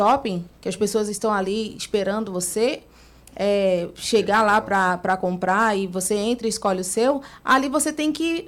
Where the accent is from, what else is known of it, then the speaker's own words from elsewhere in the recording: Bahia, Brazil; Eu vim do Acarajé, né? Então eu sou baiana.